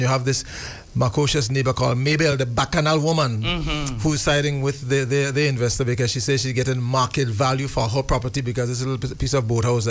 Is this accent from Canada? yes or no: no; Marquis, Saint Andrew, Grenada; also born or lived in St. George's, Grenada; because I grew up in the country, although I was born in St. George's, but I grew up in Marquee